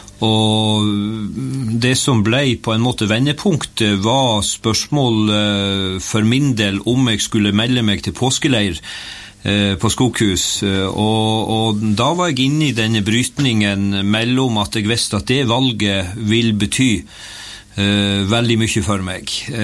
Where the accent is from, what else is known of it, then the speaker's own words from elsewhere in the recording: Senja, Troms, Norway; der jeg født og oppvokst på Senja og fortsatt bor.